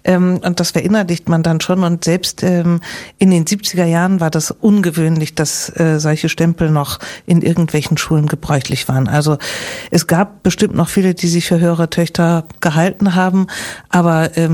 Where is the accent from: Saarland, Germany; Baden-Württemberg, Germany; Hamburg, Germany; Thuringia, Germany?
Hamburg, Germany; Ja, das sage ich als Hamburgerin.